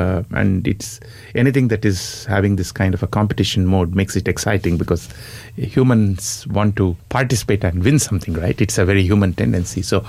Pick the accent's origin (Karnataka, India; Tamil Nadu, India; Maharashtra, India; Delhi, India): Karnataka, India; Bangalore; English is a second language; now in Gothenburg, Sweden; I am originally from Bangalore in India. Right now I'm living in Gothenburg in Sweden.